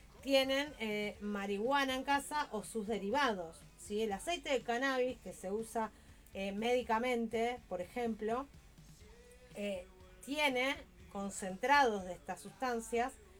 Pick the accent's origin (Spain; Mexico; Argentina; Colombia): Argentina; Santa Fe; yo recuerdan que vengo de Santa Fe.